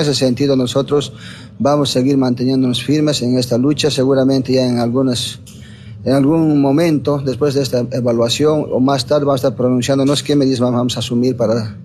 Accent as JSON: {"language": "Spanish", "country": "Bolivia", "said": "nosotros como pueblo boliviano estamos firmes en esta lucha"}